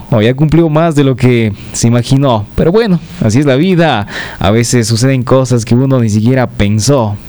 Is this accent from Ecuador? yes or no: yes; Ecuador